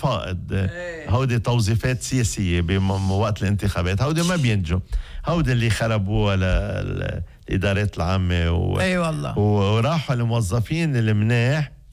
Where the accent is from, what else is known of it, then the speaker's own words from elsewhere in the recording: Lebanon; عنا بلبنان